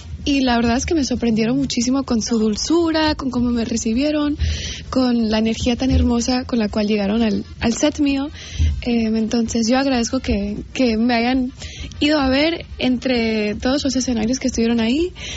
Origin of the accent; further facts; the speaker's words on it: Los Angeles, California, United States; empiezo en Los Ángeles, que es donde yo nací, es donde yo crecí.